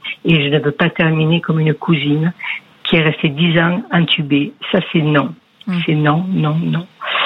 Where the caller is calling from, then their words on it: Saint-Saturnin-lès-Avignon, Provence-Alpes-Côte d'Azur, France; De Vaucluse, c'est Saturnin.